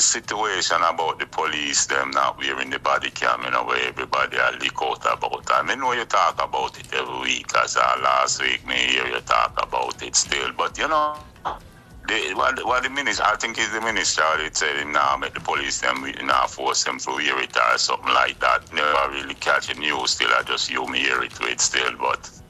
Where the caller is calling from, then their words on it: London, United Kingdom; Yeah, good morning, sir. I'm calling you from London, you know. First time calling, you know.